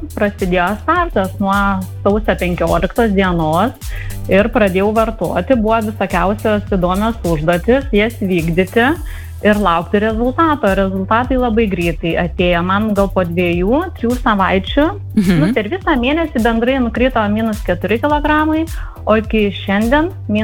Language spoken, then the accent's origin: Lithuanian; Panevėžys, Panevėžys County, Lithuania; esu iš Panevėžio.